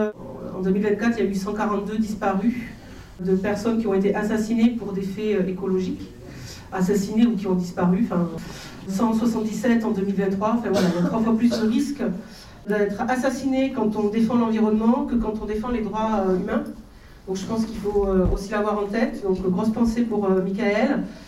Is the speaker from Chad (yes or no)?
no; Occitanie, France; je suis du Tarn-et-Garonne